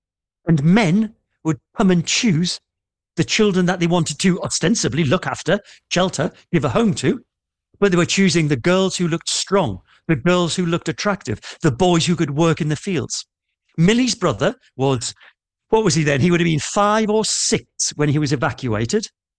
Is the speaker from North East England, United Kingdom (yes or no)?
yes; North Shields, North East England, United Kingdom; born or raised there